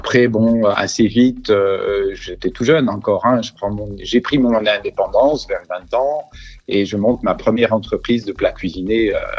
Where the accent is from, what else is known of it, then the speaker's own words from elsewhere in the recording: Belgium; now in Bagnères-de-Bigorre, France; je suis belge, donc mon aventure culinaire, elle commence en Belgique.